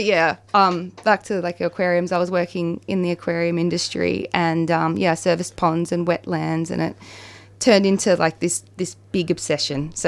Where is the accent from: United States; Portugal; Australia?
Australia; Gippsland, Victoria; So me and Adrian grew up in Gippsland. He was from Toongabi. I was from Winnandoo, which is near Rosedale.